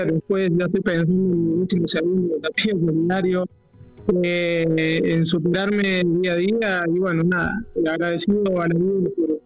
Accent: Córdoba, Argentina; soy el primer cordobés en la historia que va a correr. Y bueno, voy a representar a Argentina

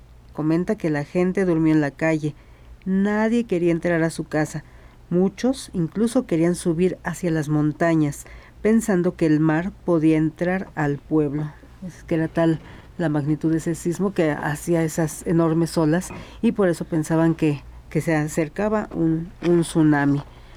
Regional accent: San Luis Potosí, Mexico; Yo soy de San Luis Potosí. ¿Del bien, barrio?

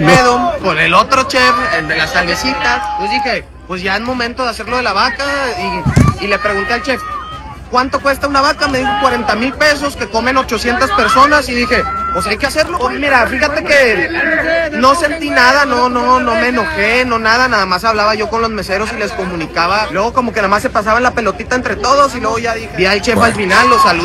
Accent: Monterrey, Nuevo León, Mexico

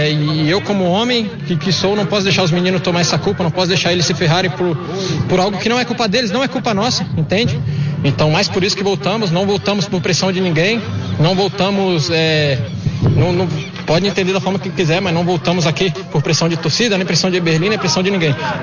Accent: São Paulo, Brazil; Eu sou daqui de São Paulo, eu vi a ponte desde a minha adolescência

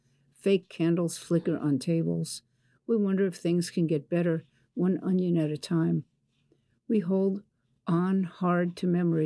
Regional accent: West Virginia, United States; moved away; also born or lived in Fairmont; You know, I moved from Wetzel County, rural Wetzel County, West Virginia, to Fairmont, West Virginia.

